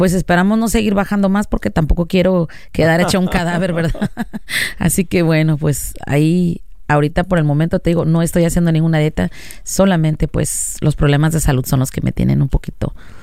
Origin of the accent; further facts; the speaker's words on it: Izúcar de Matamoros, Puebla, Mexico; moved away; Es lo más típico que hay en mi querido Izúcar.